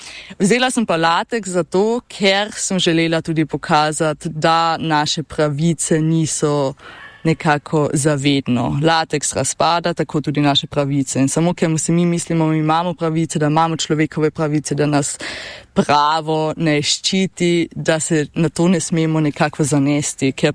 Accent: Carinthia, Austria; mi kot koroški Slovenci in koroške Slovenke

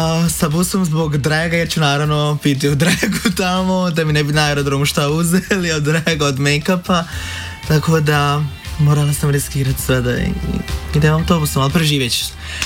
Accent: Velika Kladuša, Federation of Bosnia and Herzegovina, Bosnia & Herzegovina; moved away as an adult; also born or lived in Sarajevo; now in Ljubljana, Slovenia; Rođena sam u Bosni, Velikoj Kladuši. A, tamo sam onda živjela sve do srednje, onda sam u srednju išla u Sarajevo. I onda iz Sarajeva u Ljubljano.

